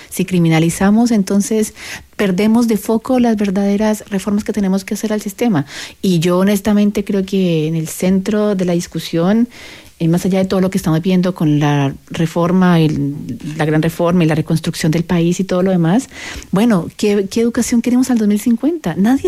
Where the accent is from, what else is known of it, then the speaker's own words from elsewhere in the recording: Medellín, Antioquia, Colombia; now in Chile; Yo soy de la ciudad más linda del mundo. Adivine, Medellín